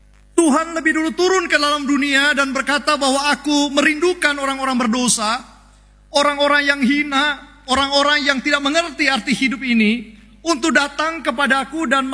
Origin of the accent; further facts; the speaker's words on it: Makassar, South Sulawesi, Indonesia; moved away as an adult; also born or lived in Manado; now in Magelang, Indonesia; Saya aslinya Makassar, Bapak Ibu Saudara, ujung pandang. Dan saya melayani di Manado 7 tahun, lalu kemudian ke Magelang sudah 20 tahun